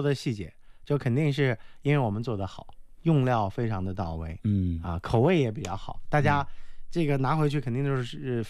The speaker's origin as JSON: {"language": "Chinese", "region": "Henan", "country": "China", "said": "对，我是河南的"}